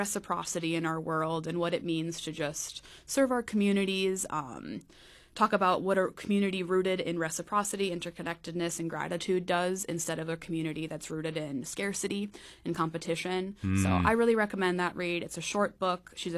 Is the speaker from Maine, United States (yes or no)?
no; Minnesota, United States; moved away; I'm from Minnesota